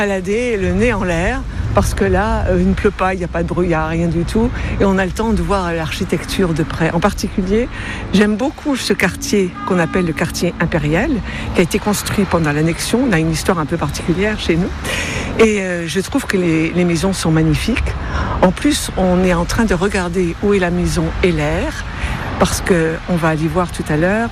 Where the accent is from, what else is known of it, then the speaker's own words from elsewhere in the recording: Metz, Grand Est, France; je suis née à Metz, donc je suis une vieille messine.